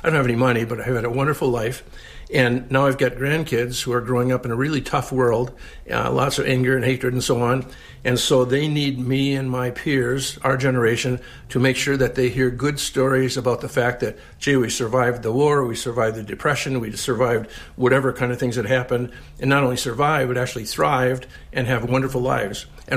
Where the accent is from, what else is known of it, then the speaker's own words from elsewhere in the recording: Baxter, Minnesota, United States; I'm from Baxter, Minnesota.